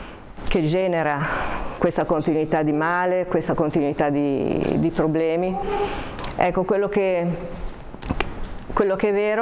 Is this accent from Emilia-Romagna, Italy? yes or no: no; Genoa, Liguria, Italy; now in Haiti; io sono partita 25 anni fa da Genova, io sono una genovese che 25 anni fa ha, posso dire essere stata catapultata nello stesso posto dove Cristoforo Colombo, tanti anni prima, aveva messo piede. Io vivo ad Haiti